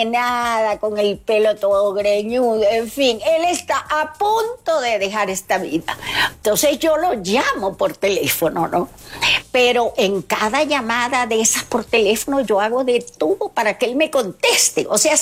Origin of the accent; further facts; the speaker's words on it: Venezuela; Y que terminó en mi país, terminó